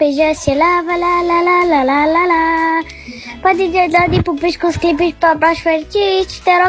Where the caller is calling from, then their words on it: Popești, Romania; din Popești, am 7 ani